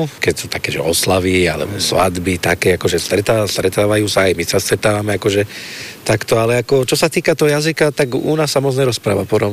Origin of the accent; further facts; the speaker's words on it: Trnava, Trnava Region, Slovakia; Áno, ja som rodák z Trnavy.